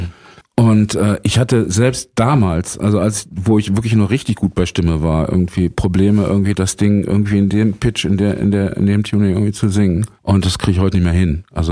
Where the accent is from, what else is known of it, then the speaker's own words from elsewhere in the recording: Germany; wir sind Deutsche